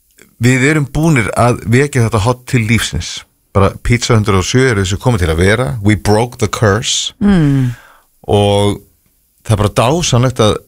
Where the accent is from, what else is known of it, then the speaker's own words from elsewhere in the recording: Reykjavík, Capital Region, Iceland; Málið að ég fættur á uppalinn á Sólvallagötu sem bara nokkrum húsum frá og ég hef aldrei farið úr Vesturbönn